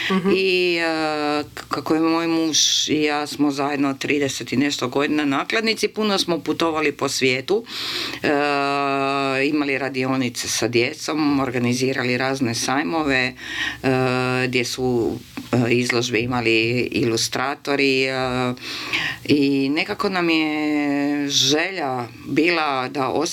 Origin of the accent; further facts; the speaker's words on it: Zagreb, City of Zagreb, Croatia; Žao mi je jedino što je to Zagreb stradao u potresu, pa je to još vidljivo, ali volim. To je moj rodni grad, a naročito volim ovaj dio grada.